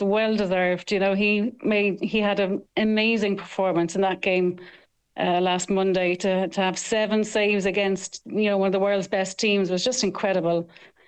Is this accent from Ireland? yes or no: yes; Ireland; now in Cape Verde; as an Irish person.